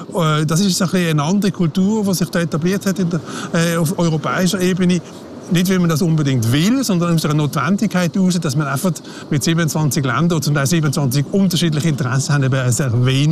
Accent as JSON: {"language": "German", "country": "Switzerland", "said": "Und von der EU-Kommission hat man eigentlich bald mehr erfahren als von der Schweizer Seite, als Schweizer Journalist."}